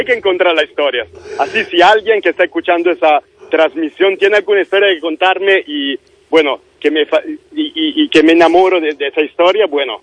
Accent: Italy; siendo como italiano y teniendo esa gerencia histórica

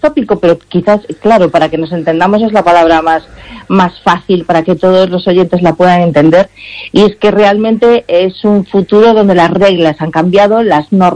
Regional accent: Galicia, Spain; aquí, y nací aquí, y toda mi vida la he hecho aquí, ¿no? Y entonces, pues en ese sentido es como me siento muy gallega.

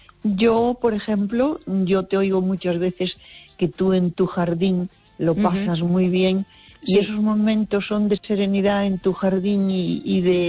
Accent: Baiona, Galicia, Spain

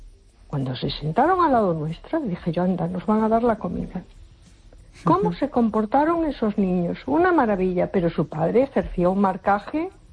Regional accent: A Coruña, Galicia, Spain

